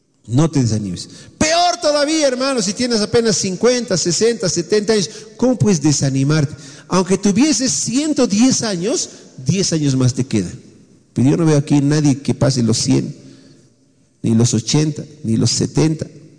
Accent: Bolivia; Puede haber algún peruano aquí, no sé, pero la mayoría de los que estamos aquí somos bolivianos.

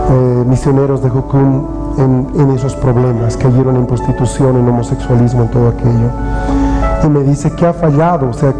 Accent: Bolivia; somos gente boliviana o latinoamericanos, para los que nos ven en Chile o en otro país. Y saben, aunque venimos en todos nosotros con algo de sangre indígena

